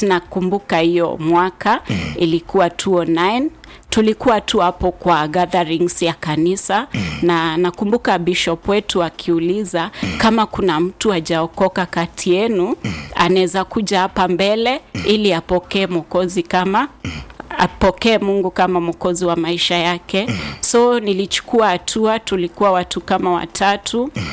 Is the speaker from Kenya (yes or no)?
yes; Isiolo, Isiolo County, Kenya; born there; moved away; also born or lived in Lodwar, Turkana / Nanyuki; Mimi nimezaliwa place inaitwa Lodwa, Trukana. After Lodwa nimelelewa pia mahali kunaitwa Isiolo, mile saba. Pia nimelelewa kidogo pia mahali inaitwa Nanyuki.